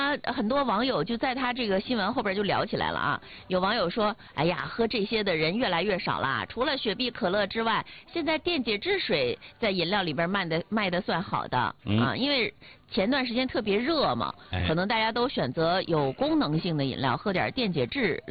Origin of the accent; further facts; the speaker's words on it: Northeast China, China; 毕竟咱们东北人还是受不了这个小凉风的啊